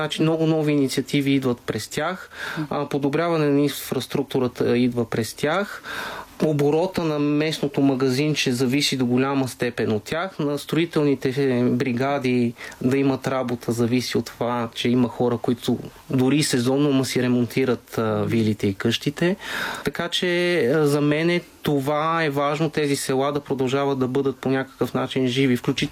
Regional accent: Pernik Province, Bulgaria; Аз съм от Трънския край

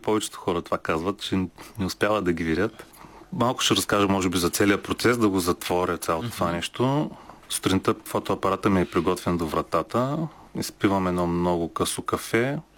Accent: Targovishte, Targovishte Province, Bulgaria; Аз не съм от Варна, аз съм от Търговище, но като малък много често ме водиха тук и много се впечатлих от този прекрасен град.

